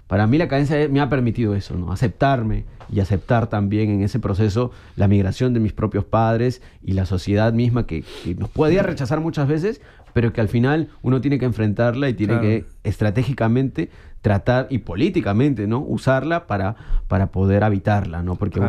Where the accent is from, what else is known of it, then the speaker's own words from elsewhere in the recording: Lima, Peru; yo nací en Lima, pero mis padres son guarochiranos. Órale. Incluso tengo abuelos que, mi abuelo materno es de Amazonas, ¿no?